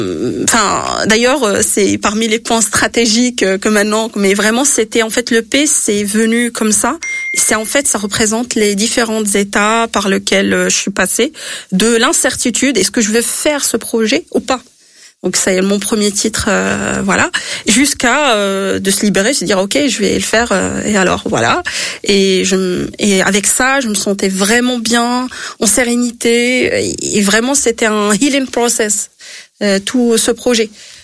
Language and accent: French; Morocco; je suis marocaine, je suis française, j'ai fait j'ai travaillé à Londres, j'ai travaillé partout, on peut dire dans le monde